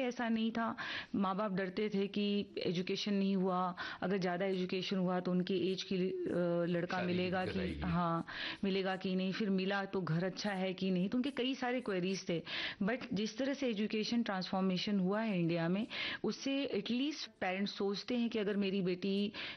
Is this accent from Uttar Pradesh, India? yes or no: yes; Uttar Pradesh, India; क्योंकि हम उत्तर प्रदेश से हैं, राजस्थान हुआ या हरियाणा हुआ, ये सब जगह पे girl child ratio, sex ratio बहुत लो था 2008 में।